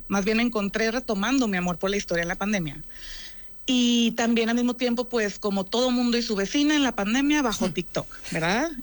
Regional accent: Mexico; vale la pena entenderla por como mexicanos y saber qué celebramos ayer.

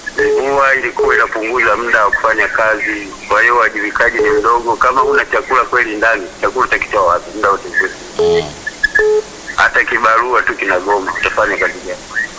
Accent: Ngudu, Mwanza, Tanzania; also born or lived in Geita; now in Kilombero, Tanzania; Nikawa nimerudi nyumbani kwetu Kwimba Ngudu.

